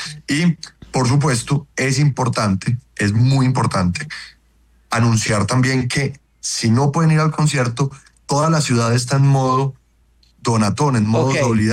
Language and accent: Spanish; Antioquia, Colombia; nosotros como antioqueños y todos como colombianos